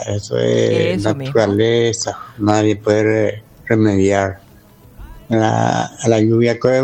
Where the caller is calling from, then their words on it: Hernandarias, Alto Paraná, Paraguay; Estoy llamando de Hernandaria.